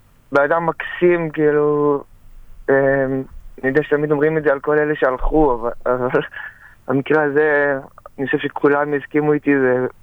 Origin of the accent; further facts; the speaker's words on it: Nir Oz, Southern District, Israel; אני בן קיבוץ ניר עוז